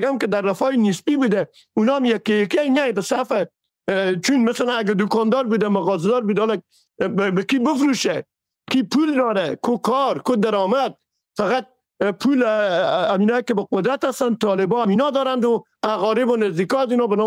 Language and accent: Persian; Herat, Afghanistan; ما به عنوان یک آدم بومی هرات که از پدر خود گفتم که ما بومی هراتی هستیم